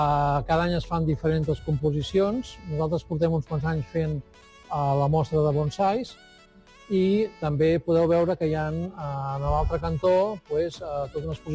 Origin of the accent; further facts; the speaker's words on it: Vilassar, Catalonia, Spain; jo sóc de Vilassar.